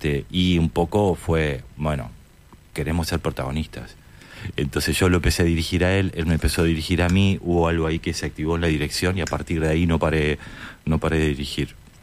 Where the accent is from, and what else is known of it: Argentina